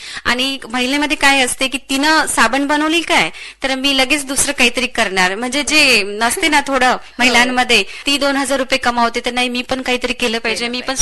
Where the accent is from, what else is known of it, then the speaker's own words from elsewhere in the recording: Maharashtra, India; मी मेळघाटातून आलेली आहे जो अतिदुर्गम भाग आहे, तिथं सर्व व्यवसाय हा पर्यटकावरच अवलंबून असतो.